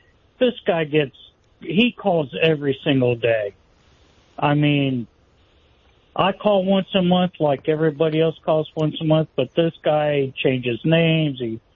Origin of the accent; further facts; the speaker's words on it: Ohio, United States; I grew up in Ohio. There's not many jobs there.